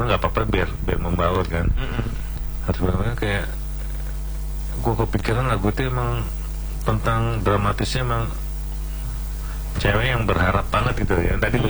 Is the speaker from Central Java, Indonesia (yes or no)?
no; Jakarta, Indonesia; born there; Gue sih emang orang Jawa, bapak ibu gue Jawa. Ibu Solo, bapak Jember. Cuma gue lahir di Jakarta, jadi Betawi, jadi Betokau gitu.